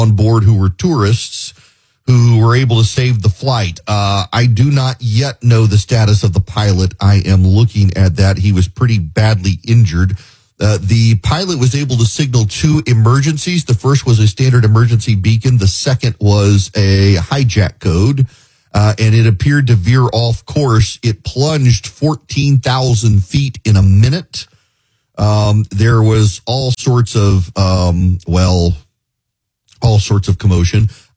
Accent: Dubai, United Arab Emirates; So I grew up in Dubai, because there's been more than once where I said, so I grew up in Dubai.

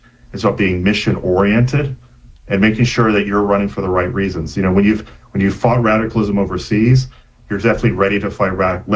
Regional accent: Indian River County, Florida, United States; moved away as an adult; I grew up in Indian River County.

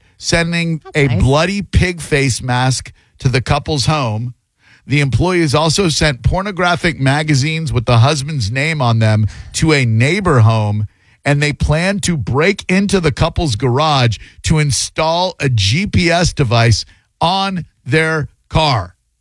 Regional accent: Framingham, Massachusetts, United States; I know that because I'm from Framingham, we're the neighboring town over.

